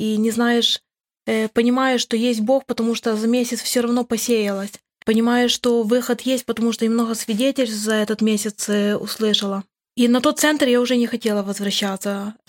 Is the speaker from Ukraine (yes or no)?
yes; Khmelnytskyi Oblast, Ukraine; Я тоже с Украины, с Хмельницкой области.